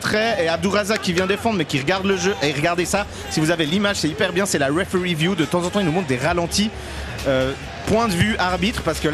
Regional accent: Geneva, Switzerland; Moi je suis genevois et j'ai kiffé pour vous.

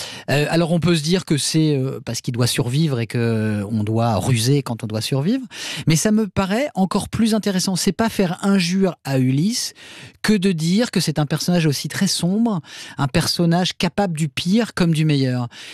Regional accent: Le Havre, Normandy, France; moi je viens du Havre, une ville, un port, voilà, ouvert sur l'horizon, avec des cargos, etc.

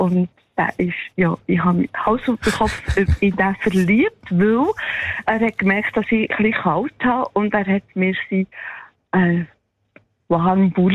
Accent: Solothurn, Switzerland; now in Basel, Switzerland; Aufgewachsen bin ich im Kanton Solothurn, ich wohne aber schon seit... Ja, schon lang.

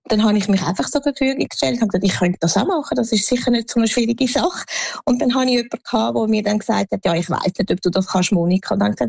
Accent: Switzerland; Also, also Schweiz ist da, wo ich geboren bin, aufgewachsen bin, in die Schule bin, die Ausbildung gemacht habe.

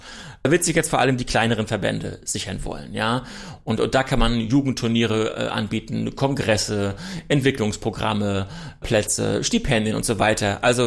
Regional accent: Germany

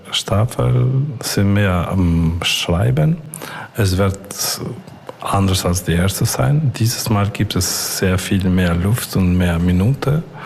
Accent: Pristina, Kosovo; German is a second language; moved away as an adult; now in Basel, Switzerland; ich komme aus Pristina

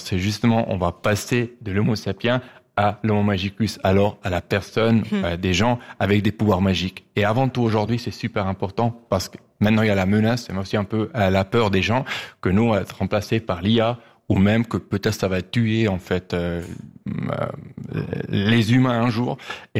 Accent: German-speaking Switzerland, Switzerland; accent: Swiss German; French is a second language; Je suis suisse-allemand

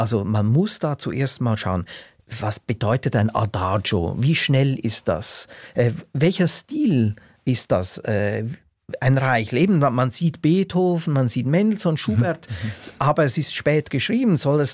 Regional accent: Switzerland; moved away; Also es gibt natürlich einen starken Impuls bei mir, als Schweizer, weil ich als Auslandsschweizer über Jahrzehnte gesehen habe, wie auch die Schweiz ihre Künstlerinnen und Künstler nicht immer optimal behandelt.

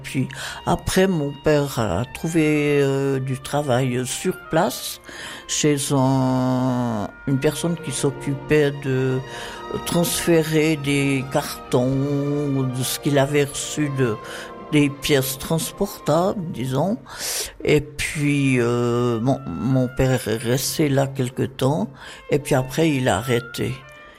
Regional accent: Chavornay, Vaud, Switzerland; je suis née, donc je suis vaudoise, pure vaudoise. Je suis née dans un petit village qui s'appelle Chavornay et qui se trouve, qu'est-ce qu'on va dire, au pied du Jura.

